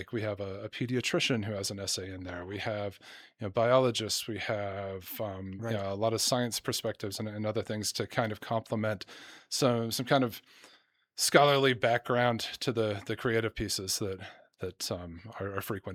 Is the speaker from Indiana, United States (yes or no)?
no; Salt Lake City, Utah, United States; moved away as an adult; now in New Zealand; I'm from Salt Lake originally, so I have Utah roots. Prior to the more recent move to New Zealand about 7 years ago